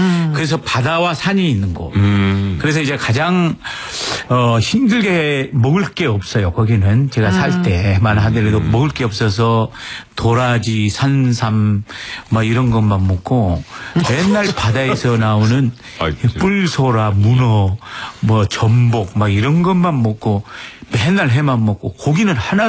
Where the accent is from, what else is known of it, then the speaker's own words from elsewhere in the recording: Gageodo, South Jeolla, South Korea; 그래서 제 고향이 가고도인데 가고도를 잠깐 소개를 하면